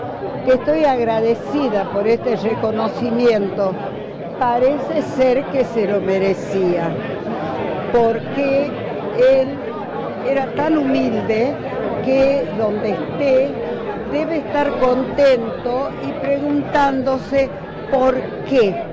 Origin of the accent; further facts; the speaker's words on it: Belén, Catamarca, Argentina; moved away; also born or lived in Tucumán; En mi pueblo, en Belén, Catamarca, de donde somos oriundos